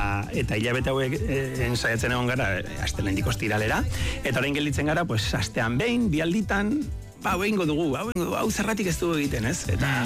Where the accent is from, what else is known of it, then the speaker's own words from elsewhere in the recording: Urdiain, Navarre, Spain; also born or lived in Pamplona; Aileratzen zara Urdian jera, eta, bueno, pues, hau da nere herria, hau da nere lagunak, hau da nere familia